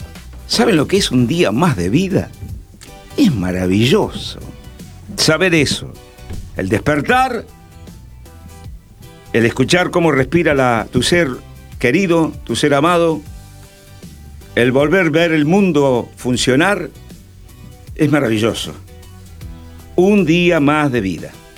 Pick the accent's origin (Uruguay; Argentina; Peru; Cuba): Argentina; Santa Fe; ¿de dónde sos? Somos de Santa Fe de la Vera Cruz.